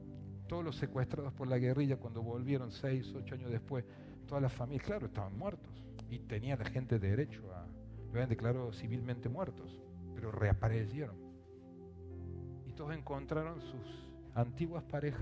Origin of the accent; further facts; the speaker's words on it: Córdoba, Argentina; yo estudié en Córdoba. Me mandaron un jardín de infantes, se llamaba. Ahí en Alta Córdoba, Manuel Lucero. Hice primer y segundo grado ahí. Después fui a un colegio acá por la Castro Barro. Nos cambiamos de casa cada rato.